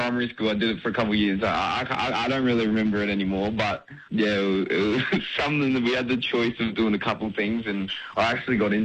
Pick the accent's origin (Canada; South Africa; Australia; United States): Australia; Gold Coast, Queensland; Well, Dad was a Sharks supporter, but growing up on the Gold Coast, I went to the first Titans game, so...